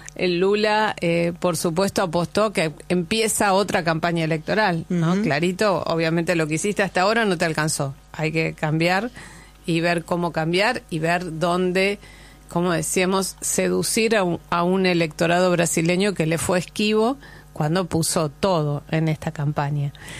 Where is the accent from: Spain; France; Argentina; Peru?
Argentina; avergüenza a uno como argentino